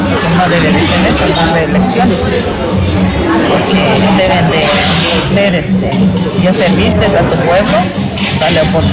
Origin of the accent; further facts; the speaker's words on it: Tenejapa, Chiapas, Mexico; first language Tzeltal; Spanish is a second language; now in San Cristóbal de las Casas, Mexico; De San Cristóbal, soy origen de Tenejapa